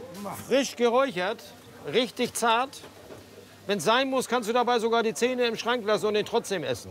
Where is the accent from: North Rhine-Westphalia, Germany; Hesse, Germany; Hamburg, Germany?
Hamburg, Germany; Ich bin Hamburger mit ganzem Herzen. Ich bin geborener Ha